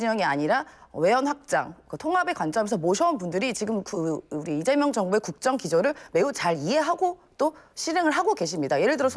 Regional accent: Seoul, South Korea; 저는 서울 사람이어서 잘 모르지만

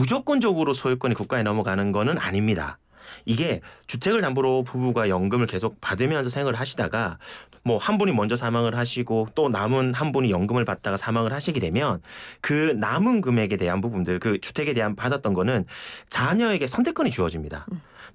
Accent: Geoje, South Gyeongsang, South Korea; now in Seoul, South Korea; 제 고향이 거제잖아요.

